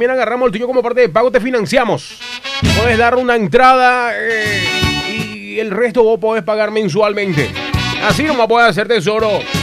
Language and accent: Spanish; Paraguay; Eso es lo que tienen los paraguayos, que nunca perdemos la esperanza.